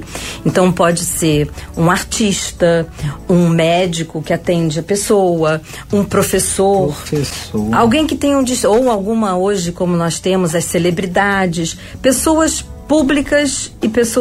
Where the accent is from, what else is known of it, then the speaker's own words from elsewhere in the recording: Rio de Janeiro, Brazil; Sou formada aqui no Rio, sou carioca